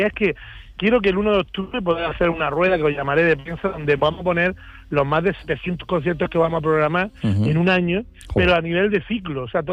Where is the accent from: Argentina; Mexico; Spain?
Spain; Castile; Aunque en Castilla somos muy de sentimiento renacentista